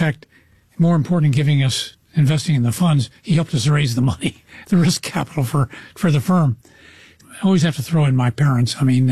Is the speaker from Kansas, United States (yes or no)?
yes; Lawrence, Kansas, United States; first off, Lawrence, Kansas, where the University of Kansas is my hometown. Mm-hmm. I went to Lawrence High School and then University of Kansas.